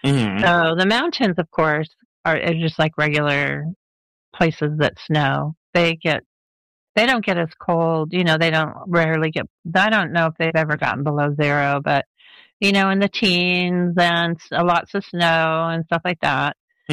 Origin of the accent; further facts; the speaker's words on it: Los Angeles, California, United States; I was born where if it got below 65, we'd put on a jacket. Mm-hmm. So I grew up in Los Angeles where we didn't really have extremes of temperatures that much.